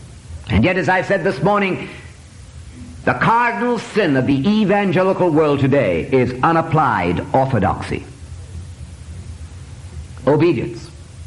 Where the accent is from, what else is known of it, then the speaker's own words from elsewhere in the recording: Angola; also born or lived in Zambia; I was born in Africa, in a little place called Sakaji Hill, away up there in Northern Rhodesia, as it was then, now Zambia. You say, Didn't you come from Angola? Yes, I lived for 17 years of my life in Angola as a missionary kid.